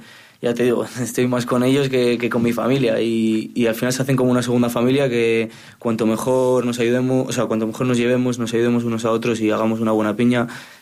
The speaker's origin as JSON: {"language": "Spanish", "town": "Colindres", "region": "Cantabria", "country": "Spain", "also_born_or_lived": "Santander / Ibiza", "moved": "as an adult", "said": "yo el año pasado estaba un poco, pues estaba viviendo en Santander, yo soy de Colindres, de un pueblo de Cantabria que está a media hora"}